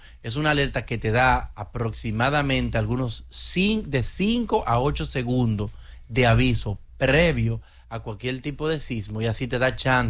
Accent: Dominican Republic; nosotros como dominicanos

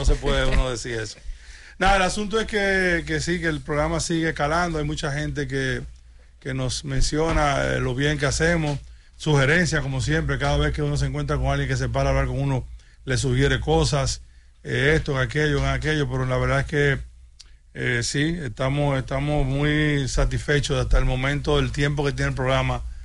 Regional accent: Dominican Republic; nosotros como ciudadanos dominicanos

